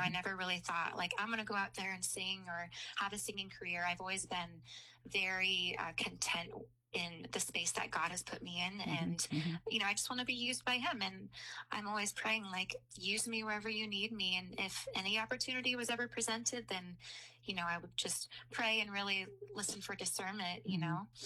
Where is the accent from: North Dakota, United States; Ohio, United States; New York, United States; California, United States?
California, United States; Santa Clarita; So, I grew up in Santa Clarita Valley. It's about 30 miles northwest of LA, raised in a Christian home.